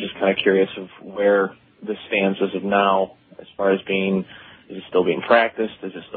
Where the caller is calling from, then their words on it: East Coast, United States; I work for a government agency here on the East Coast.